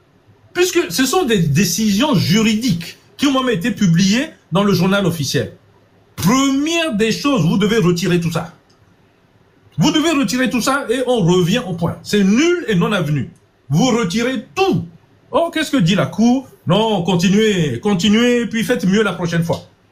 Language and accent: French; Togo; je suis noir, togolais, et je viens du Togo.